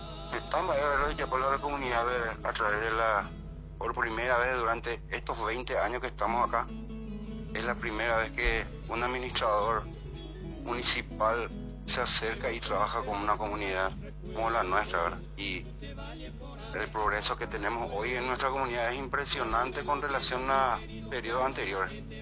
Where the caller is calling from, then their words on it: Coronel Oviedo, Caaguazú, Paraguay; soy presidente del Territorio Social Villa Clarita, de Coronel Oviedo.